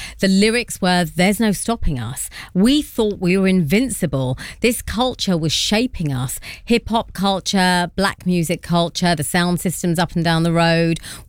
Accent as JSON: {"language": "English", "region": "London", "country": "United Kingdom", "tie": "born or raised there", "said": "Growing up between Southall and Harlesden was rough and ready."}